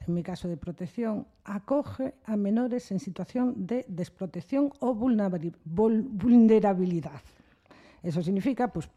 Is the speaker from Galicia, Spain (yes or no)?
yes; Canido, Galicia, Spain; Hola, buenas … Soy de Canido, como dice Rafa